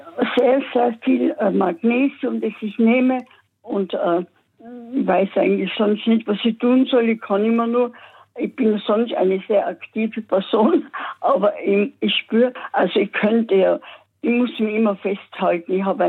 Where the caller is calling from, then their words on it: Innsbruck, Tyrol, Austria; Ja, ich rufe aus Innsbruck an und ich bin bald 82